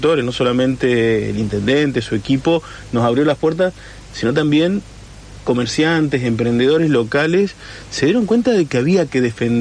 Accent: Paraná, Entre Ríos, Argentina; pero también no estamos tan lejos, lo que somos de Paraná, así que invitamos a que se acerquen.

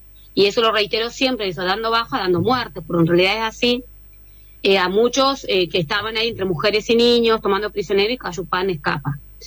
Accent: Balcheta, Río Negro, Argentina; mi familia, toda mi familia está en Balcheta. Balcheta es mi tierra, mi lugar, porque mi familia es de la meseta Somuncurá.

